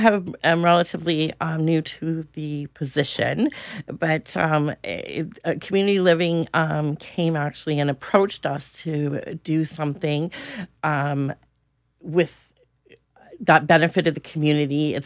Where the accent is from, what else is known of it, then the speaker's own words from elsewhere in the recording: Windsor, Ontario, Canada; moved away; I am from Windsor